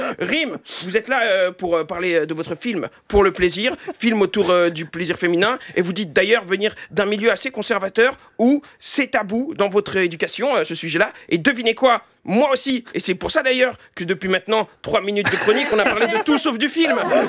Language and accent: French; Algeria; Moi, je suis algérien, vous êtes tunisienne.